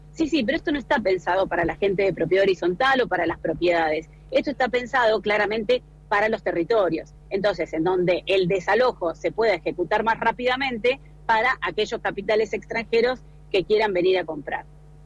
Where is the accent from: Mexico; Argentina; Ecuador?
Argentina; Chubut